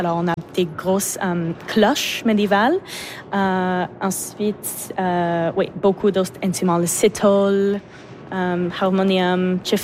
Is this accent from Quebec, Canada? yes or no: yes; Montreal, Quebec, Canada; parce qu'on vient de Montréal, puis on a essayé de trouver une façon d'amener tous les instruments de Montréal jusqu'à Vancouver.